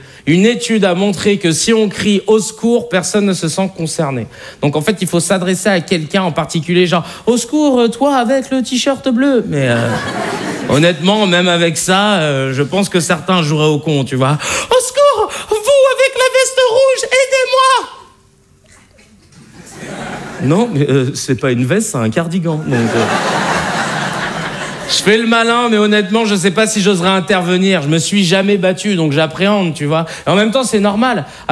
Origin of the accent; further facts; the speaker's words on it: Paris, Île-de-France, France; j'ai grandi à Paris dans le 19e, et ensuite j'ai déménagé dans une ville qui s'appelle Arcueil, au sud de Paris.